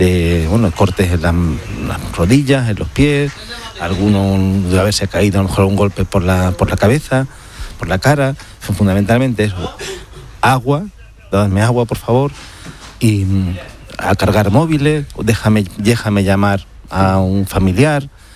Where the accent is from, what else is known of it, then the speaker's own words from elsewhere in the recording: Ceuta, Spain; yo como soy de Ceuta y me siento muy de Ceuta